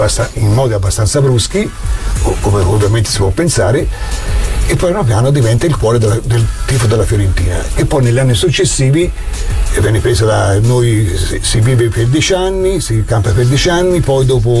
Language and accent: Italian; Florence, Tuscany, Italy; io vengo dal quartiere di Coverciano